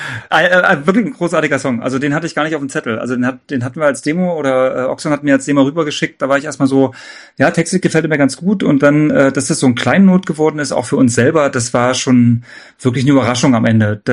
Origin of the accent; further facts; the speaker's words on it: Saxony, Germany; Ja, wir kommen aus Sachsen.